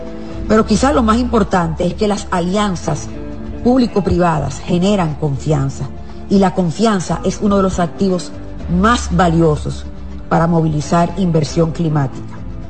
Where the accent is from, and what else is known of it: Dominican Republic